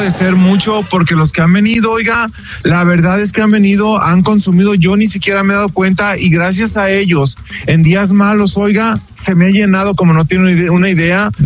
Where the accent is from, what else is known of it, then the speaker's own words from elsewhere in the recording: Mexico; así somos los mexicanos.